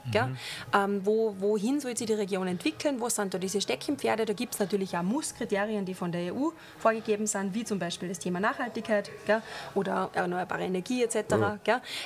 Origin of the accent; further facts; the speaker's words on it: Austria; Aber was dann denn wir als Österreicher lernen, also diese europäische Idee, da bin ich eine Vollgasverfechterin.